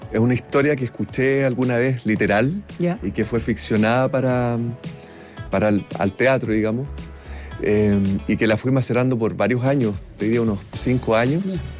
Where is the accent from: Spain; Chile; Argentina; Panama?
Chile; Concepción, Biobío; Soy de Concepción